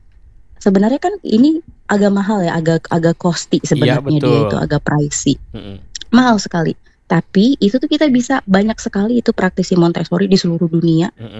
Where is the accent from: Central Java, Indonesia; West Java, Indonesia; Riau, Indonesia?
Riau, Indonesia; Dumai; born there; Aslinya aku itu orang Melayu, jadi aku tuh lahirnya di Dumai, jadi ya pindah-pindah.